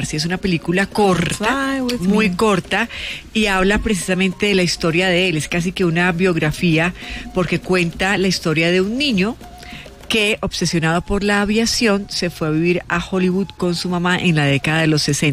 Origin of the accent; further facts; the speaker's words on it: Colombia; llevando esta música que nos representa como colombianos.